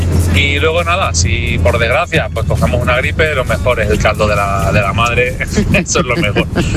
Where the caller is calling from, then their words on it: Ciudad Real, Castilla-La Mancha, Spain; soy de Ciudad Real, aunque estamos allí derivados por otro problemilla.